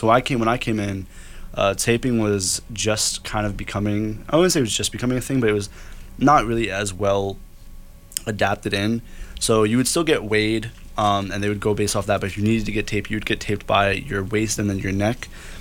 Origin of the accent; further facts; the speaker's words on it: New Brunswick, New Jersey, United States; I'm a senior at Rutgers from New Brunswick, New Jersey